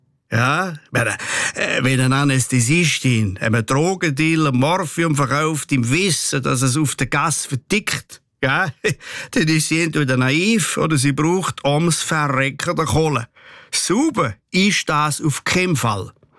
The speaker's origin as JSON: {"language": "German", "country": "Switzerland", "said": "da sind wir Schweizer nämlich weltweit führend"}